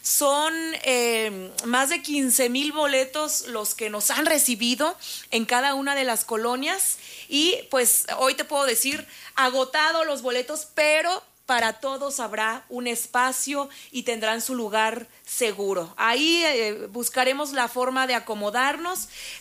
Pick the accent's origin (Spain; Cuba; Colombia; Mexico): Mexico; Michoacán; Que habrá todas estas manifestaciones culturales que nos dan identidad como pueblo de Michoacán, como mexicanos orgullosamente